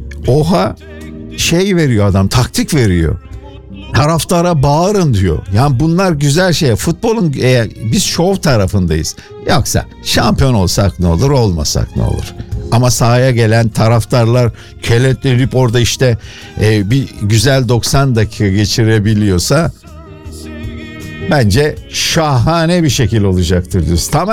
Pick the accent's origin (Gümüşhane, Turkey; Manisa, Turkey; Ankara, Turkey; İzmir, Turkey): İzmir, Turkey; Izmir; now in Germany; Bayraklı'dan selam diyor. Doğduğum büyüdüğüm memleketime selam olsun.